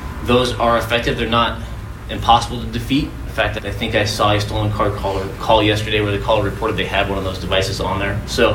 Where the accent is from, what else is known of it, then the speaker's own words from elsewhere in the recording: Oregon, United States; So I grew up just outside East Precinct, off 162nd and Foster, just in the Clackamas County. So I went to Centennial Schools.